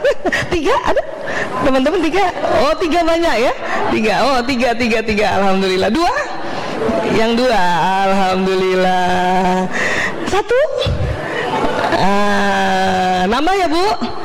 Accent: Makassar, South Sulawesi, Indonesia; Kalau saya memang orang Bugis Makassar, ibu saya orang Palembang ya, tapi saya jumpanya di Makassar.

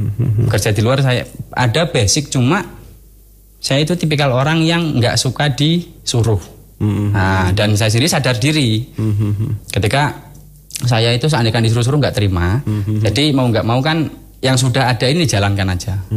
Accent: Jakarta, Indonesia; born there; now in Blitar, Indonesia; tapi kalau saya sendiri lahir di Jakarta, lebih tepatnya Pasar Minggu.

